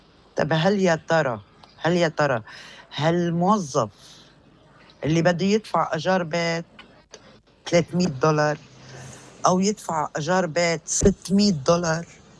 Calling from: Sarba, Keserwan-Jbeil, Lebanon

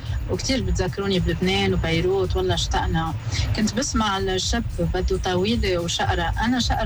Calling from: Tunisia; أنا تونسية وعايشة بتونس ومجوزة

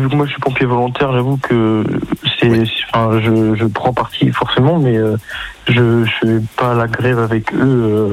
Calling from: Angers, Pays de la Loire, France; J'habite en Angers.

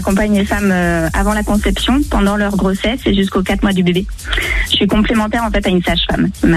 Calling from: Cuers, Provence-Alpes-Côte d'Azur, France; Je vous appelle de Cuers.

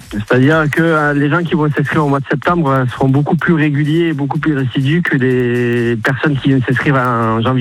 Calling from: Gignac, Occitanie, France; Moi, je suis à Gignac, un petit village dans l'Hérault, près de Montpellier.

